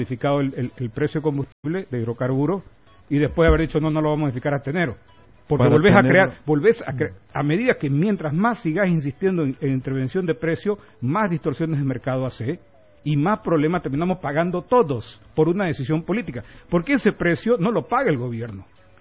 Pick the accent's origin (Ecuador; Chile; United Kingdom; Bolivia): Bolivia; Santa Cruz; nosotros como cruceños